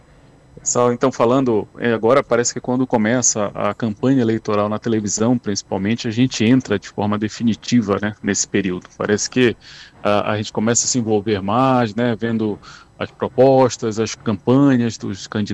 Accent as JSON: {"language": "Portuguese", "region": "Amazon", "country": "Brazil", "said": "enquanto amazônida, enquanto morador da Amazônia"}